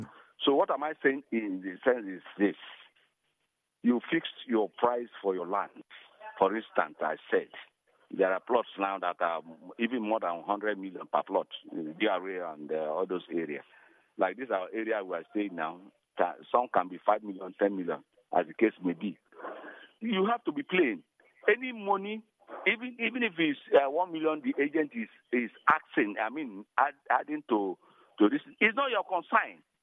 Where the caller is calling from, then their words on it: Rivers, Nigeria; I'm calling from Robok.